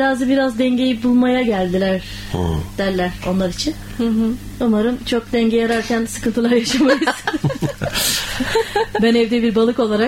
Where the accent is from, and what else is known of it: Aydın, Turkey